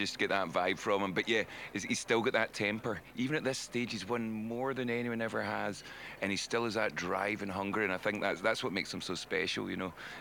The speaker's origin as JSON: {"language": "English", "region": "Scotland", "country": "United Kingdom", "said": "as a Scotsman as well, a Scottish person"}